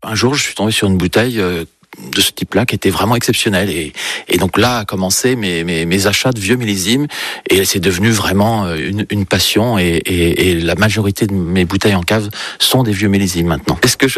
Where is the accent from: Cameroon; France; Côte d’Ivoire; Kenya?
France; Alençon, Normandy; born there; Je suis né à Alençon, dans l'Orne, mais je me considère manceau de cœur.